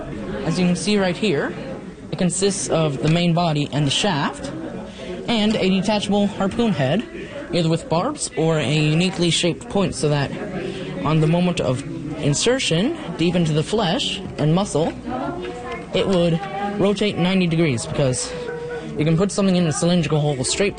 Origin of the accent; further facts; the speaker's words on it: Rigolet, Newfoundland and Labrador, Canada; I'm from Rigolet Labrador.